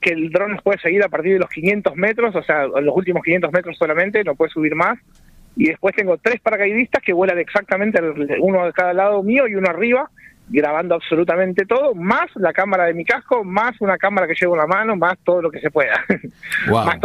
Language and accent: Spanish; Argentina; moved away as an adult; Yo lo soy siempre y amo ser argentino y viví muchos años fuera y realmente prefiero estar acá.